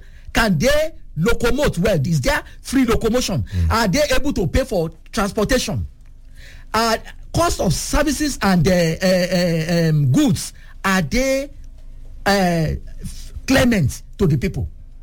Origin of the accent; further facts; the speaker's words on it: Nigeria; I am a Nigerian and I'm living in Nigeria.